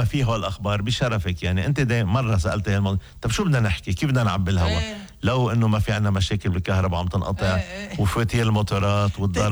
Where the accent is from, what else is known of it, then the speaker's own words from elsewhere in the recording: Lebanon; نحن بلبنان